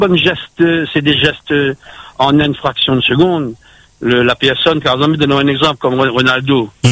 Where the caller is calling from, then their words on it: Saint-Pierre, Réunion; moi, je viens un peu de Saint-Pierre à l'époque, hein.